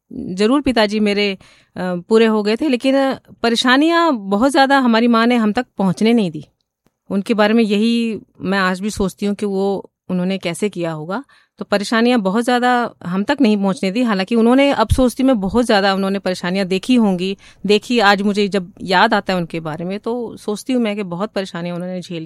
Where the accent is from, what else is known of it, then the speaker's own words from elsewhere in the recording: Chandigarh, India; मेरा जन्म चंडीगढ़ में ही हुआ और चंडीगढ़ में ही शिक्षा दीक्षा हुई। बहुत ही खूबसूरत माहौल हुआ करता था चंडीगढ़ का उन दिनों, आज तो बहुत ज़्यादा रश हो गया। उन दिनों बहुत शांत सड़कें हुआ करती थी, झील का किनारा हुआ करता था शांत।